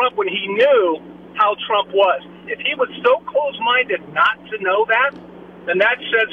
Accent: Morro Bay, California, United States; now in San Luis Obispo, United States; Morro Bay, where I used to live and I grew up

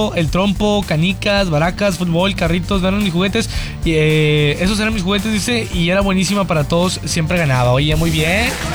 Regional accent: Montemorelos, Nuevo León, Mexico; Acuérdense que yo soy de Montemorelos.

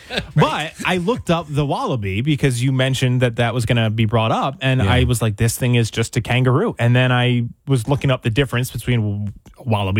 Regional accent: Chesterfield, New Jersey, United States; I grew up in the farmland of Chesterfield.

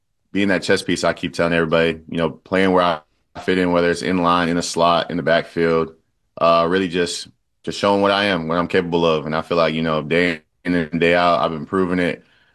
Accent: Boston, Massachusetts, United States; now in New York, United States; growing up in Boston, you definitely watched a lot of the Patriots.

